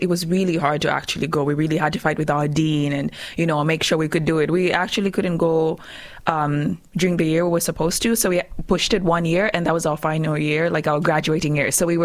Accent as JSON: {"language": "English", "country": "Zambia", "tie": "born or raised there", "also_born_or_lived": "Turkey", "moved": "as an adult", "lives_now": "Budapest, Hungary", "said": "I was born in Zambia and I grew up there. And I lived in Zambia up until I was 18 and I moved abroad to study. So I moved to Turkey and I actually lived there for 5.5 years. So I actually also speak Turkish"}